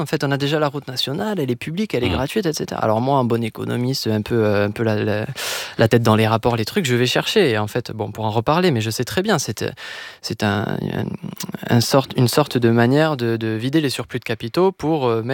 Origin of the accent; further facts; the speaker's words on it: Toulouse, Occitanie, France; qui prévoyait des actions du côté de chez moi à Toulouse.